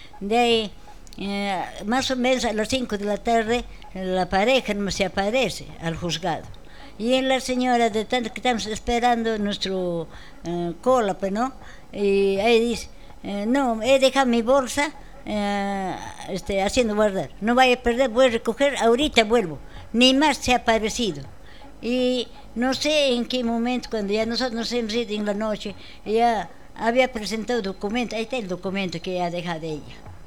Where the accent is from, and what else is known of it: Andamarca, Junín, Peru; born or raised there